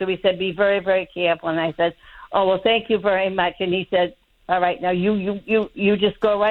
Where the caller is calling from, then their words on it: Weymouth, Massachusetts, United States; here in Weymouth